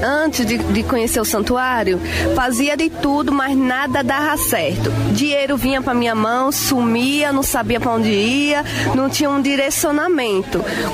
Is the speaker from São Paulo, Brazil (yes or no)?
yes; São Paulo, Brazil; São Paulo.